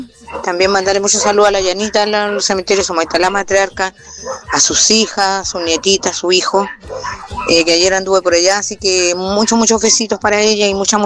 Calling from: La Ligua, Valparaíso, Chile; Hola, mi niño Eri … de la Ligua.

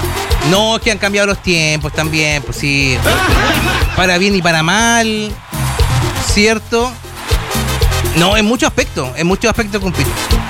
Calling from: La Ligua, Valparaíso, Chile; Hola, Chichín … de La Ligua.

